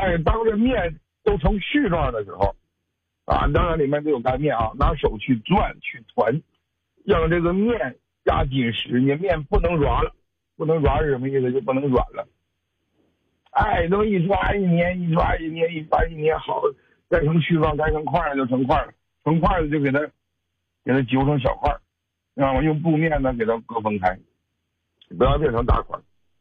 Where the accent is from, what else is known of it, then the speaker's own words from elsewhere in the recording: Wafangdian, Liaoning, China; 你说我大连瓦房店，我家老家瓦房店的